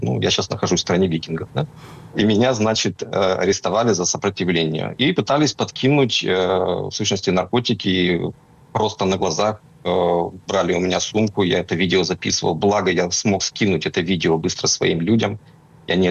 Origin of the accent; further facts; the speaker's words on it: Murmansk Oblast, Russia; я сам из Мурманской области, где много промышленных гигантов